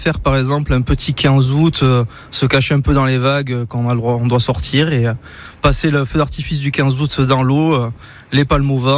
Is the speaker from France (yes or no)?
yes; Biarritz, Nouvelle-Aquitaine, France; now in Bassussarry, France; La plage jolie, c'est là où j'ai grandi, je la connais par cœur.